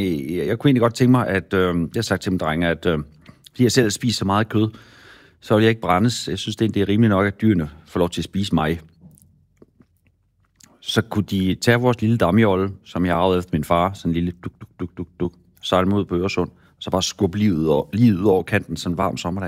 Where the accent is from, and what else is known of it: Central Denmark Region, Denmark; born or raised there